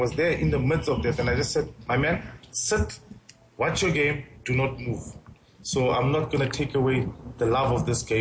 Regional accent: Johannesburg, Gauteng, South Africa; born there; also born or lived in Papazela, Malamulele / Annandale; My father is Tsonga, and I grew up in Orlando West. Then we moved to Annadale, and I've got a Tswana wife, a beautiful Tswana wife.

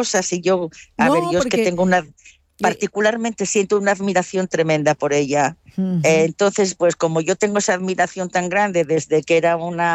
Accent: Asturias, Spain; a mi tierra y en este caso pues a Oviedo

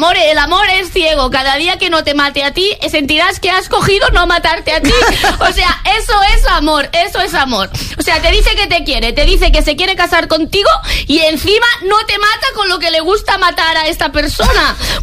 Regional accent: Andalusia, Spain; Aquí sí que soy andaluza.

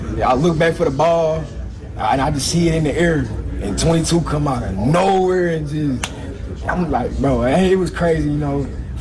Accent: Texas, United States; moved away; I'm from Texas

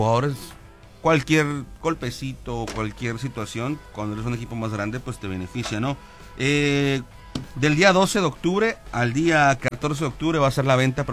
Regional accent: Mexico; nosotros como mexicanos y malinchistas

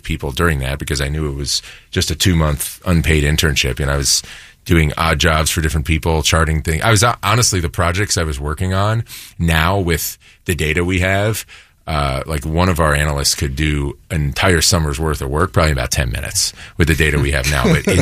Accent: Philadelphia, Pennsylvania, United States; growing up in Philly, other than 93, like, most of my childhood, they were bad.

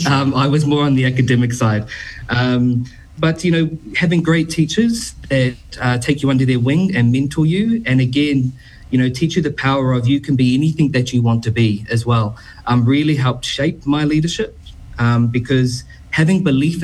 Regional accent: Henderson, Auckland, New Zealand; Growing up in Henderson, small boy, playing down in the Henderson Creek, catching eels, as you do.

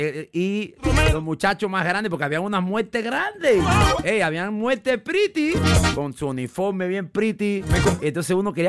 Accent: Monagrillo, Herrera, Panama; Yo cuando era niño allá en Monagrillo

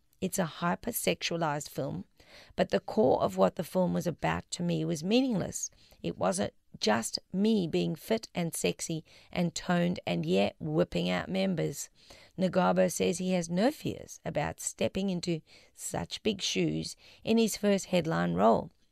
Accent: Zambia; For me, growing up in Zambia as a Rwandan, racism was a big part of it because I was an immigrant.

